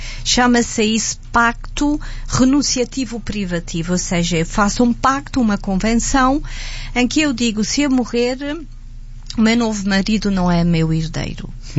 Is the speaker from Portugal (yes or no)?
yes; Azores, Portugal; moved away; gente da minha terra, que eu tinha vindo das celebrações do Senhor Santo Cristo dos Milagres em Ponta Delgada.